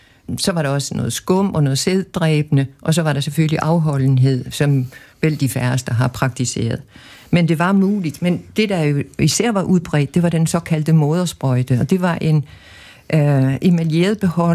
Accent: Capital Region of Denmark, Denmark; born or raised there

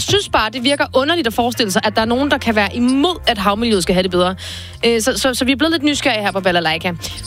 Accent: Vejle, Region of Southern Denmark, Denmark; now in Copenhagen, Denmark; jeg er født og opvokset i Vejle

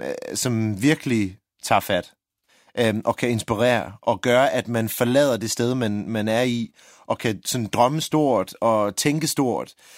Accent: Ireland; Jeg kan huske som barn, da jeg voksede op i Irland, det var noget, min mor også introducerede for.

